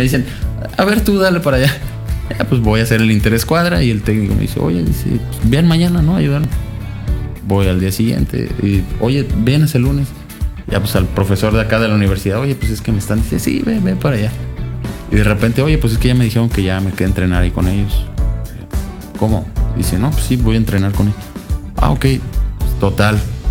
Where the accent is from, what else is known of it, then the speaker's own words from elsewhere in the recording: Celaya, Guanajuato, Mexico; regresé a Celaya porque yo soy de Celaya.